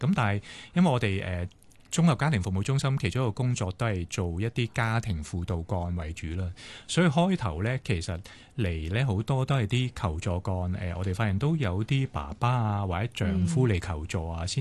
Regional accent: Hong Kong; 我哋香港人都係工作壓力啦

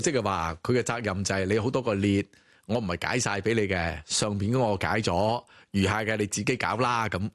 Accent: China; 你身为中国人，你自己都唔熟读中国历史咧

